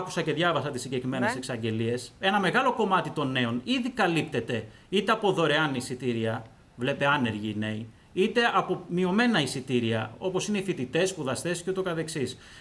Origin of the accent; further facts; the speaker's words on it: Athens, Attica, Greece; Εγώ είμαι παιδί της Αθήνας. Ζω, εργάζομαι, μεγάλωσα στην Αθήνα.